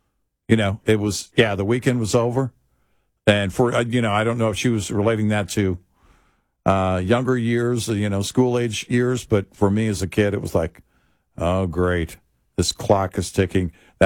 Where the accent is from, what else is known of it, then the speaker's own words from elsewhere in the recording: Texas, United States; Growing up in Texas, I knew summer was over when Christmas music started, you know?